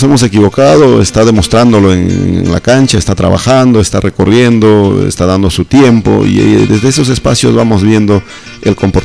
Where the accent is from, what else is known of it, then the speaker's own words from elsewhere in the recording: Andes, Peru; first language Quechua; Spanish is a second language; Hablo quechua, es mi lengua original. No puedo negar, yo aprendí a hablar castellano ya en el colegio como la mayoría de los andinos.